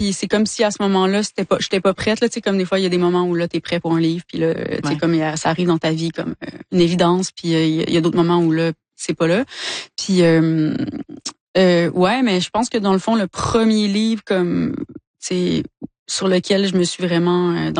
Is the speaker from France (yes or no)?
no; Quebec, Canada; born or raised there